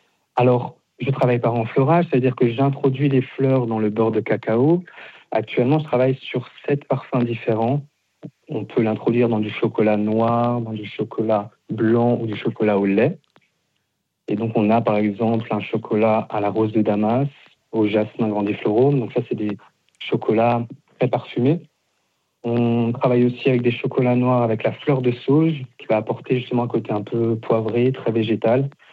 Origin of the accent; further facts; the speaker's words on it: Grand Est, France; c'est une fleur qui pousse chez nous. Moi, je suis d'Alsace.